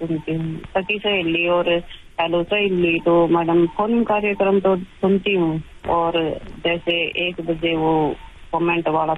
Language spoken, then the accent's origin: Hindi; Haryana, India; वैसे मैं गांव से हूँ। अच्छा, वैसे जिला तो मतलब मेरा हिसार है, गांव में रहते हैं मैडम।